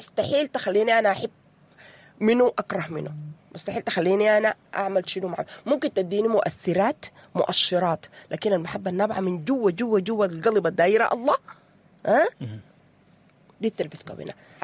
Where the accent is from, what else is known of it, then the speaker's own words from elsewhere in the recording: Sudan; نحن كسودانيين مجتمع علاقاتي، دنيتنا كلها علاقات، بنعرف الحلة كلها.